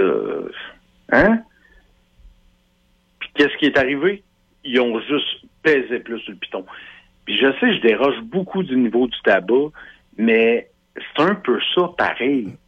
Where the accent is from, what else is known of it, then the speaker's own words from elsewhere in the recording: Drummondville, Quebec, Canada; Puis je viens de Drummondville, OK?